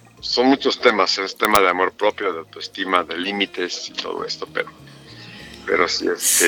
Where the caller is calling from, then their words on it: Mexico City, Mexico; Aquí de la Ciudad de México.